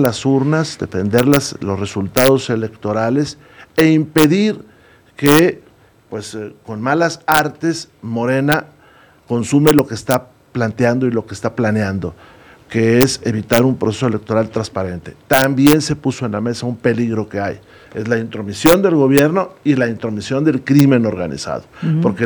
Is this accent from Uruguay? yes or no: no; Saltillo, Coahuila, Mexico; venden allá en Saltillo, es pan de pulque también. De esa fusión entre tlaxcaltecas y españolas, que es mi pueblo querido.